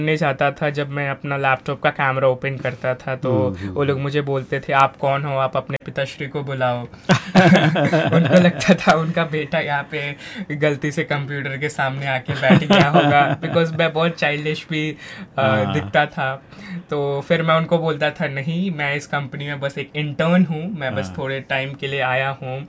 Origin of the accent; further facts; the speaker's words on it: Gorakhpur, Uttar Pradesh, India; मेरा गांव यूपी में गोरखपुर में है, तो प्रॉपर गांव है, वहाँ पे तो मुश्किल से इंटरनेट भी आता है.